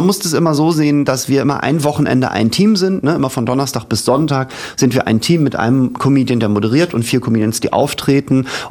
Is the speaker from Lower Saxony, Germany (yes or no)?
no; Hamburg, Germany; born there; Ja, ich bin Hamburger, geborener Hamburger.